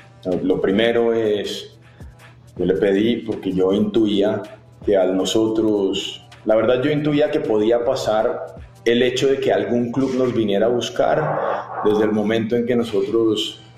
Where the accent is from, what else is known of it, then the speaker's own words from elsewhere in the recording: Colombia; Yo también como colombiano quería que ganáramos y siguiéramos avanzando.